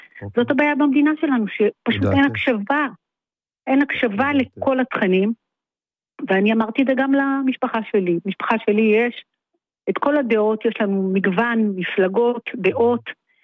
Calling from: Northern Israel, Israel

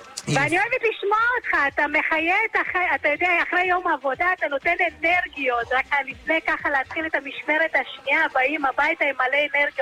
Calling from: Petah Tikva, Central District, Israel; אני מפתח תקווה, בת 47, נשואה פלוס 4

